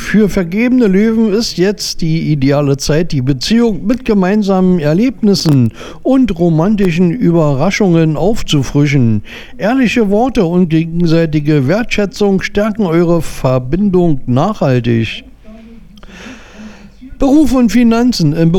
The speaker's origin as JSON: {"language": "German", "region": "Berlin", "country": "Germany", "moved": "yes", "lives_now": "Hesse, Germany", "said": "Ich bin ja Berliner in Hessen."}